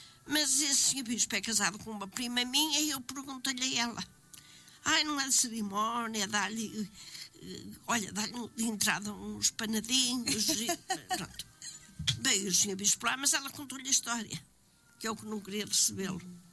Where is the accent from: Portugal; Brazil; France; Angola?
Portugal; Porto, Norte; E eu gosto do Porto e sou do Porto, mas eu sabia lá quem era o João Pinto.